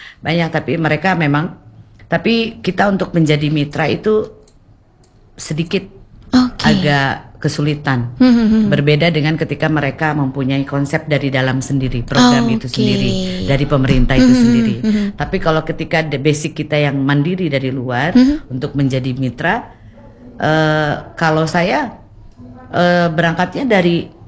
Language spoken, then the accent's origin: Indonesian; Banten, Indonesia; first language Bantenese Javanese (Jawa Serang); Indonesian is a second language